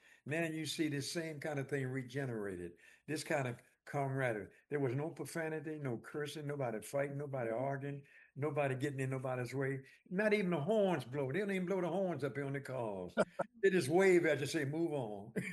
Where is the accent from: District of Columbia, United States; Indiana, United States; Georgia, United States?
District of Columbia, United States; Washington; moved away; I grew up in Washington, D.C.